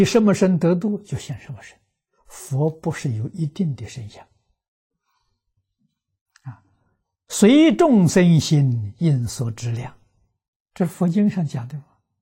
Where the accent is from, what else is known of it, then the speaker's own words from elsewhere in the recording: China; 我们中国人一看到了，那是洋鬼子